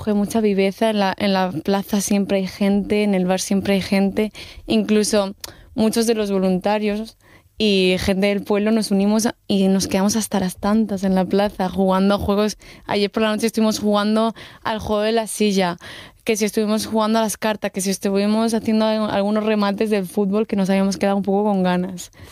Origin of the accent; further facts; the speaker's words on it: Murcia, Region of Murcia, Spain; Pues, por ejemplo, yo vengo de Murcia, que no es una ciudad muy grande, pero sigue siendo una ciudad